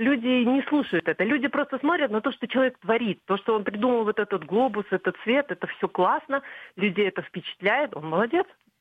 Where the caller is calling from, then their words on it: Almaty, Kazakhstan; Я звоню вам с Алматы